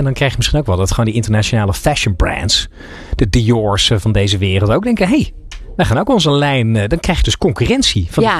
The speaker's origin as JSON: {"language": "Dutch", "town": "Benschop", "region": "Utrecht", "country": "Netherlands", "said": "we zitten nu in Benschop en ongeveer iedereen die mee werkt, ik kom uit Benschop oorspronkelijk en al mijn personeelsleden ook"}